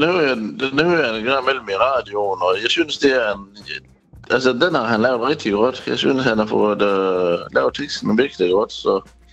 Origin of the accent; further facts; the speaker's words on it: West Jutland, Denmark; Jeg er selv vestjyde.